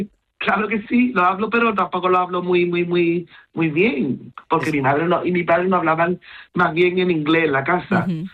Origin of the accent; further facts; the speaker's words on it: Gibraltar; also born or lived in La Línea; yo me crié, nací en La Línea, me crié en Gibraltar. Mis padres son indios